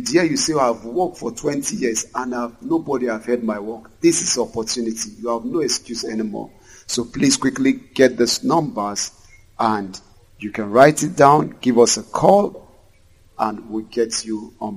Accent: Lagos, Nigeria; I said, I'm an artist from Lagos.

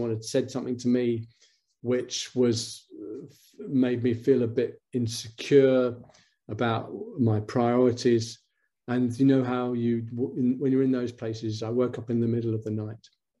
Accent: London, United Kingdom; I grew up in London. I still am a Londoner, but South London was a bit edgy when I was growing up, if you know what I mean.

